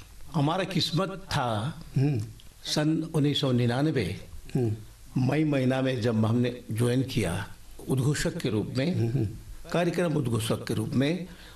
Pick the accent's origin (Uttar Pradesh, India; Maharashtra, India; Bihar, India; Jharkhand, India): Jharkhand, India